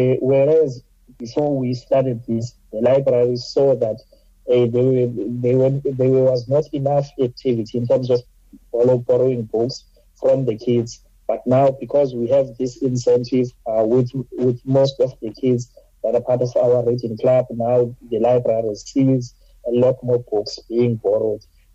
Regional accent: Eastern Cape, South Africa; now in Cape Town, South Africa; I was from the Eastern Cape and I started my schooling there. I did not know how to read, how to write when I came to Cape Town.

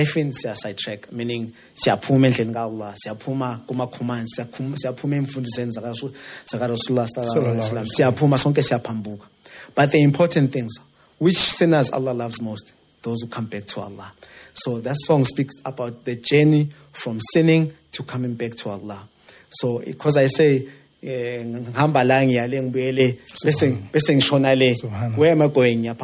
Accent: Soweto, Gauteng, South Africa; growing up in Soweto is surrounded by corruption everywhere.

